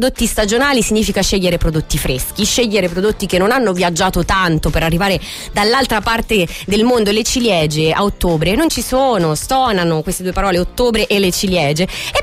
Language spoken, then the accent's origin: Italian; Tuscany, Italy; sono toscana, quindi non posso, perché sennò mio babbo mi disereda, va bene, che è un cuoco toscano.